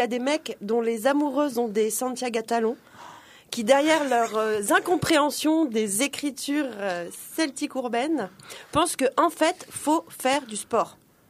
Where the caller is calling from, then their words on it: Varangéville, Grand Est, France; je viens de Varangéville